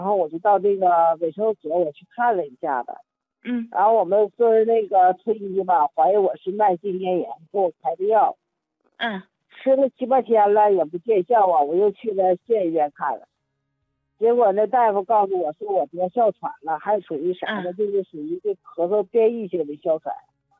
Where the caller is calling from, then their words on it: Jilin, China; 我家是吉林的，我今年我61了。